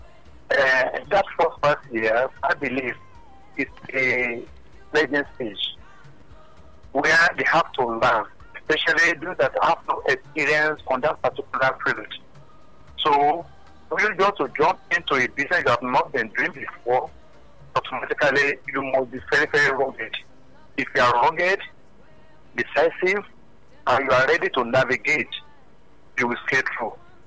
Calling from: Ibafo, Ogun, Nigeria; I'm calling from Ibafo, yeah.

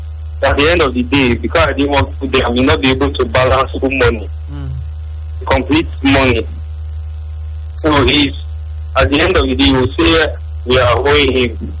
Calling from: South Africa; Okay, I'm calling from South Africa.

